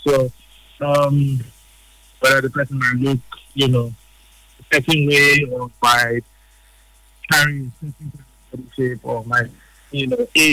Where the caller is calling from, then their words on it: Port Harcourt, Rivers, Nigeria; I'm calling from Woji for Sanford.